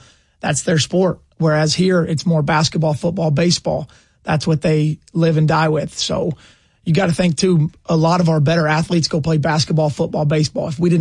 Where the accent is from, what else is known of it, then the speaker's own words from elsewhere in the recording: Owensboro, Kentucky, United States; Yeah. My dad coached college there, which is kind of what brought us there. So I was that ball boy every single game